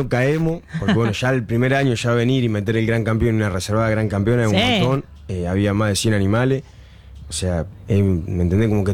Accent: Pergamino, Buenos Aires Province, Argentina; Nosotros somos de la zona de Pergamino.

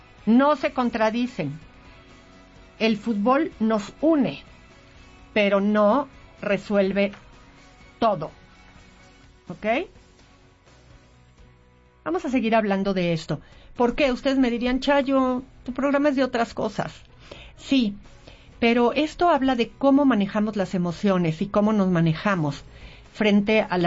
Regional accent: Mexico; Somos mexicanos y mexicanas.

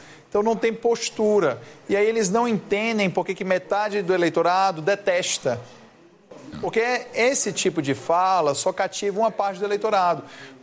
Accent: Ceará, Brazil; moved away; lá na minha terra, lá no Ceará

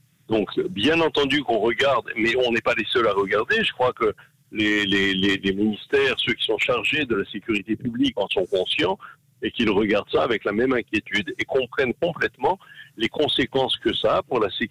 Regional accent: France; C'est-à-dire que nous sommes des Français comme les autres

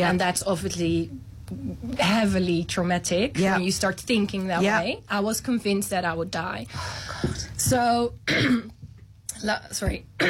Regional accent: Netherlands; moved away as an adult; I'm from the Netherlands.

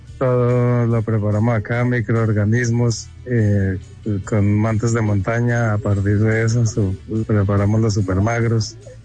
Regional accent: Guayatá, Boyacá, Colombia; es de los municipios que más le aportamos agua a la represa de Chivor.

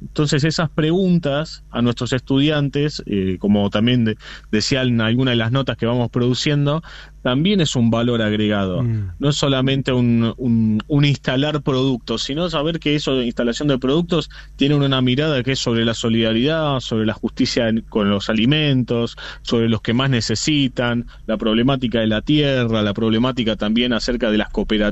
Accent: Buenos Aires, Argentina; No, yo soy de Buenos Aires.

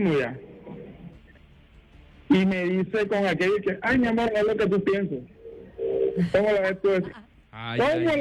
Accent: Bolívar, Colombia; O sea, yo vivo acá en el Salvaje, pero yo soy costeño. Pero en la región momposina.

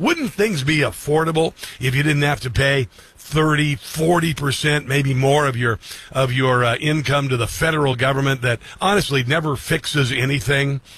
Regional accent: Midwest, United States; I know this because I'm from the Midwest, the heartland. I've actually helped harvest. I've shelled corn.

